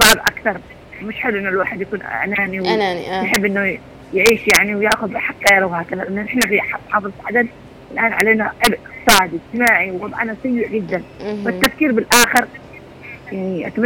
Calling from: Yemen; نحن كمجتمع يمني

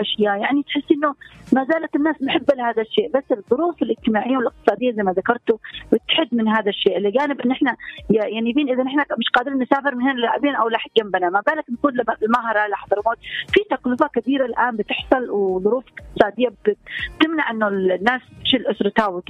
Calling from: Aden, Yemen

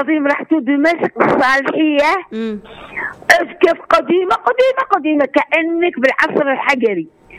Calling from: Aden, Yemen; عندنا بالمنصورة في مسجد من زمان اسمه مسجد النصر، قديم قديم لأبعد الحدود

